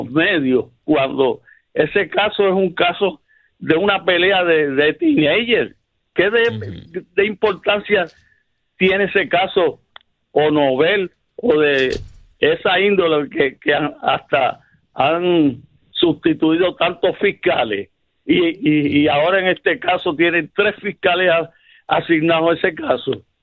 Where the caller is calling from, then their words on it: San Juan, Puerto Rico; de Río Piedra.